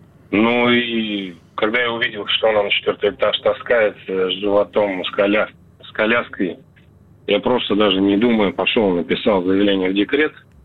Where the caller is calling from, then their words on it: Krasnodar Krai, Russia; also born or lived in Tomsk; Я звоню вам с Кубани. Раньше жила в городе Томск.